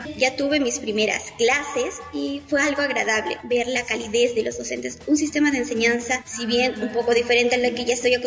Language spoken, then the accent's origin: Spanish; Peru; moved away as an adult; now in Catamarca, Argentina; conociendo no solo la realidad de mi país de origen, que es Perú y sus múltiples culturas, sino también lo que existe más allá de esto, que sería aquí, Argentina